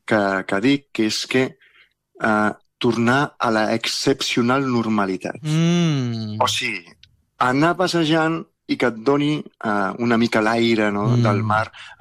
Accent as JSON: {"language": "Catalan", "town": "Soria", "region": "Castile and León", "country": "Spain", "said": "que la meva mare és la que millor els fa, perquè som de Sòria."}